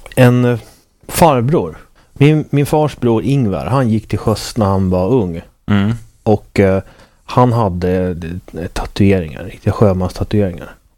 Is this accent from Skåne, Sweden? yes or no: no; Uppsala, Uppsala County, Sweden; Där jag kommer ifrån så är tatueringar, förutom då om man har en onkel som har varit till sjöss, så är tatueringar totalt oacceptabelt.